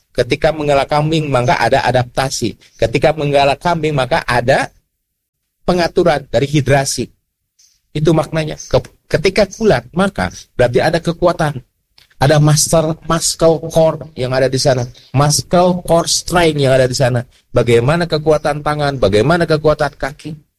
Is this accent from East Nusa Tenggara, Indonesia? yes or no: no; Garut, West Java, Indonesia; born there; Ya, saya lahir di Garutnya.